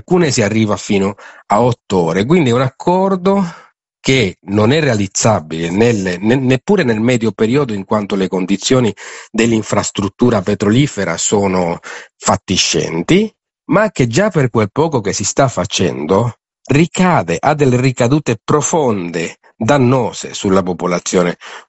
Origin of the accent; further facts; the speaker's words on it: Zulia, Venezuela; Ogni tanto parliamo un attimo del lago di Maracaibo, della conca del lago di Maracaibo, da dove vengo io, dove sono stato poco fa, lì a scrivere.